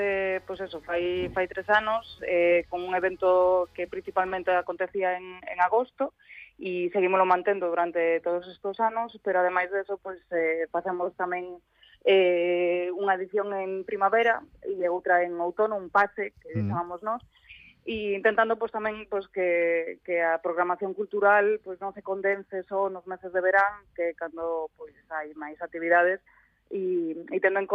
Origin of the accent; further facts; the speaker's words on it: Pantón, Galicia, Spain; now in Lisbon, Portugal; son da Ribeira Sacra, son de Pantón, vivo en Lisboa desde fai 12 anos e ali dedico-me ao audiovisual